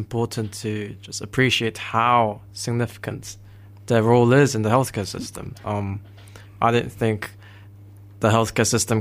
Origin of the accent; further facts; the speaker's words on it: South Korea; moved away; I'm originally from Korea.